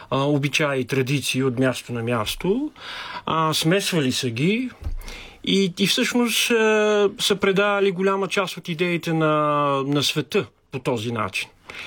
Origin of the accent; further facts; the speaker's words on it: Sofia, Sofia City, Bulgaria; аз съм от София, съм от квартал Факултета